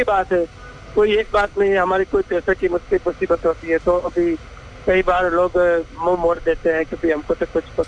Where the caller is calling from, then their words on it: Mehsana, Gujarat, India